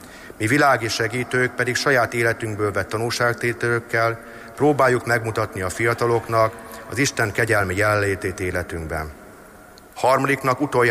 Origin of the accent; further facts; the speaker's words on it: Tiszaörs, Jász-Nagykun-Szolnok, Hungary; Római katolikus, vallásos családban születtem és nőttem föl Tiszaörsön.